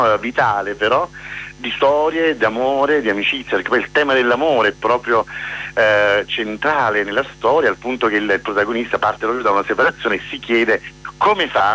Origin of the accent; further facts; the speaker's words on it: Caserta, Campania, Italy; sono originario di Caserta.